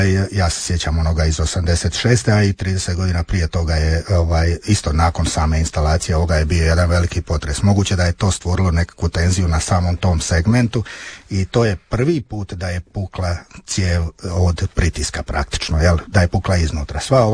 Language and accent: Croatian; Vrpolje, Croatia; Ja to područje poznajem, jer ja sam iz Vrpolja, pa poznajem područje, to spada pod Vrpolje.